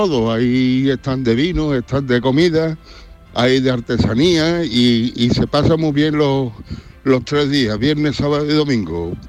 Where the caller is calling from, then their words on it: Alanís, Andalusia, Spain; Aquí en Alanís, ahora en este fin de semana es la feria del pueblo, que se celebra en la Alameda del Parral.